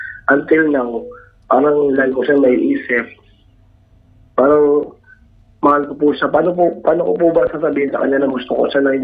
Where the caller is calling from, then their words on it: Manila, Metro Manila, Philippines; Tagatondo po.